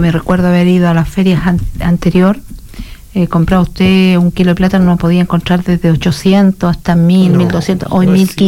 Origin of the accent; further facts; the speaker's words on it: Chile; muy buenos somos los chilenos